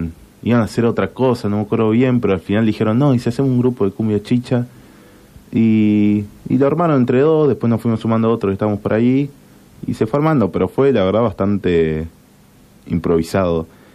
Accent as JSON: {"language": "Spanish", "region": "Santa Fe", "country": "Argentina", "said": "Somos santafesinos."}